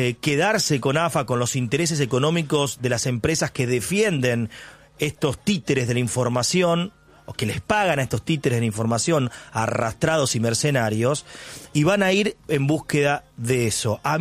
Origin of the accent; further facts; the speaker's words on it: Argentina; Nosotros tendríamos que estar como argentinos, todos unidos